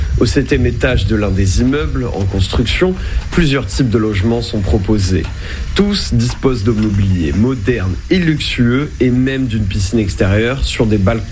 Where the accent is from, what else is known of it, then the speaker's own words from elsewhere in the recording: France; Je suis français